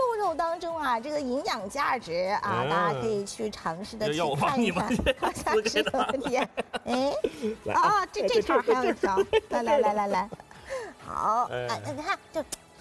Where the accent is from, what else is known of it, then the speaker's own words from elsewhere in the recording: Shanghai, China; 我是上海的，我今天早上录节目的时候刚刚吃的